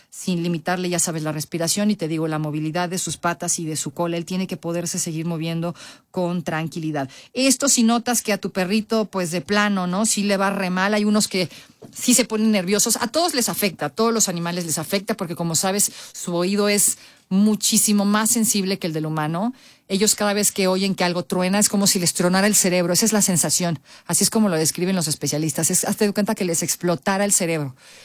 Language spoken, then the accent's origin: Spanish; Mexico; Que en mi barrio, en mi pueblo. Pues usted sabe, pues somos guatequeros, nos gusta el mitote a los mexicanos, así somos.